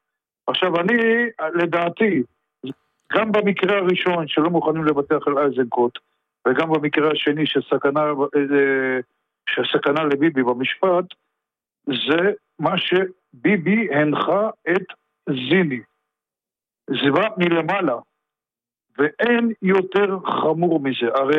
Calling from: Petah Tikva, Central District, Israel; אני מפתח תקווה.

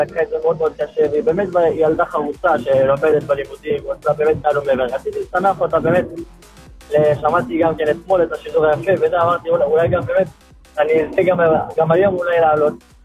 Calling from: Ofakim, Southern District, Israel

